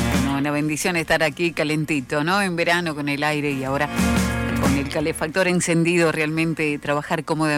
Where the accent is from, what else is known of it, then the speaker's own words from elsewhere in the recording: Córdoba, Argentina; soy cordobés.